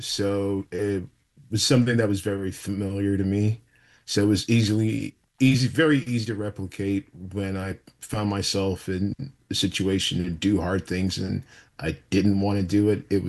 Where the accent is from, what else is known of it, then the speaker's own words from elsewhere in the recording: New York City, New York, United States; moved away as an adult; now in Florida, United States; growing up in New York City